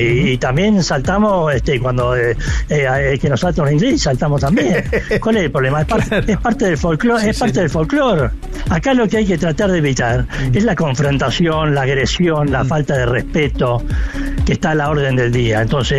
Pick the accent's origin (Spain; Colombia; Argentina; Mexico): Argentina; now in Rosario, Argentina; Nosotros los argentinos somos muy pasionales